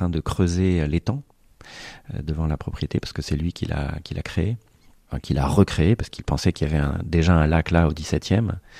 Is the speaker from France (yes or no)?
yes; Hombourg-Budange, Grand Est, France; moi, j'ai grandi ici.